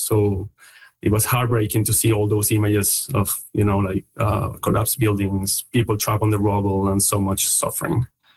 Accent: Venezuela; for having me on your show and for giving me the opportunity to talk about this tragic event affecting my home country, Venezuela.

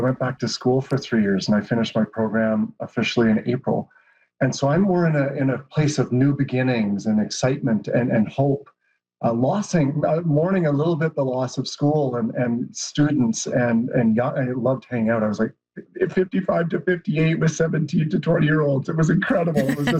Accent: Canada; I think being Canadian is somehow a respect of each other

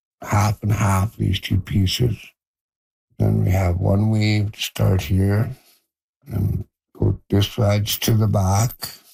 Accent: Teslin, Yukon, Canada; I'm from the Dakhlawedi Nation of the Teslin Tlingit Council. And I work at the Heritage Center here in Teslin, Yukon.

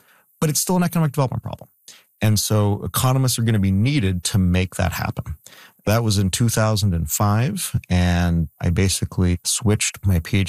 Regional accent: Canada; I grew up in Canada, and I really always enjoyed just going out in the winter nights and looking up at the stars.

